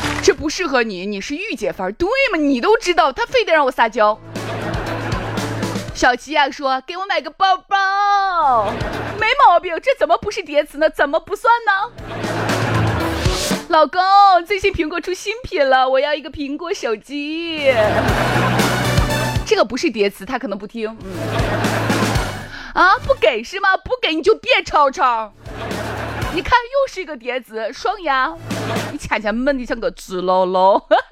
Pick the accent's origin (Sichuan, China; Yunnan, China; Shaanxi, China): Shaanxi, China; accent: Shaanxi dialect; 你知道我们陕西话里边有一些很多叠词听起来是很可爱的